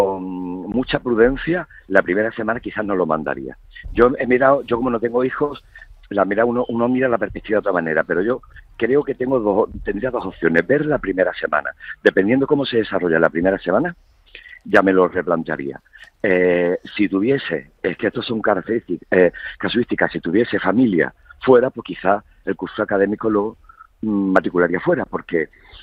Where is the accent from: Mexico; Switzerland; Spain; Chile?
Spain; Ceuta; Yo he vivido en Madrid, estudié en Granada, estudié en la Universidad Católica de Lovaina, en Bélgica. Yo me formé como cualquier chaval de Ceuta que va a su estudio universitario, pero decidí examinarme aquí para ser funcionario aquí y estar en mi vida, en mi casa.